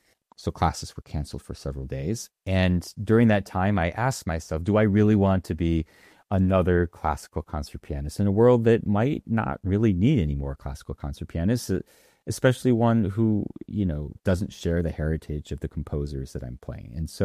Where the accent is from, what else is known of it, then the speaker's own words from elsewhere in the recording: Michigan, United States; I grew up outside of Detroit. I'm half Japanese, half white. There was strong anti-Japanese sentiment in Detroit because of the auto industry